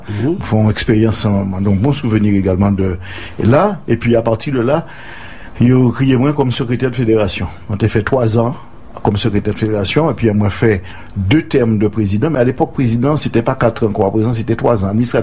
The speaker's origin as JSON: {"language": "French", "town": "Basse-Terre", "country": "Guadeloupe", "tie": "born or raised there", "also_born_or_lived": "Saint-Claude", "said": "moi, je suis un Guadeloupéen, moi, je suis né à Bastère. Enfin, moi, à l'époque, moi, je suis né à Fête Saint-Claude. C'est-à-dire que la famille, moi, c'est mon Bastère."}